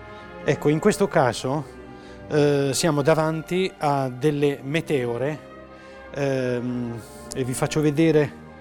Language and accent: Italian; Apulia, Italy; un sasso della mia terra, delle Murge